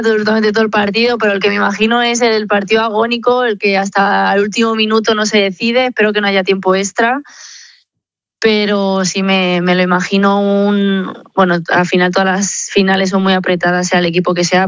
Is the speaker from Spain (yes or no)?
yes; Community of Madrid, Spain; Yo le decía, no soy de Cienpozuelos, pero al final sigue siendo Madrid y sigo siendo madrileña.